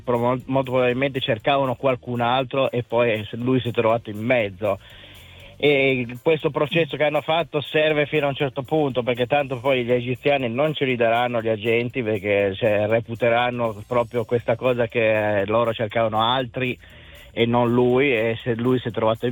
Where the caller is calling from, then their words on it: Villarbasse, Piedmont, Italy; da Villarbasse, vicino a Torino.